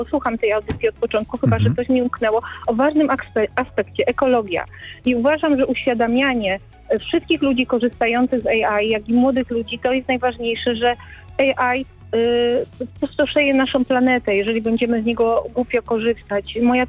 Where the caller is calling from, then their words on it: Gliwice, Silesian Voivodeship, Poland; Ja dzwonię z Gliwic